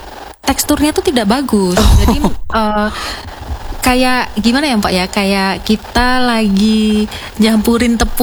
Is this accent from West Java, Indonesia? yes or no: no; Central Java, Indonesia; moved away; Saya malah dari Jawa Tengah.